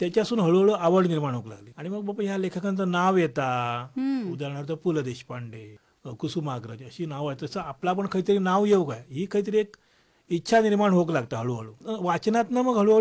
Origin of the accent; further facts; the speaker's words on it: Nadan, Maharashtra, India; माझा गाव देवगड, नाडण वीरवाडी, नाडण ह्या गाव आणि वीरवाडी म्हणजे एक छोटीशी वाडी.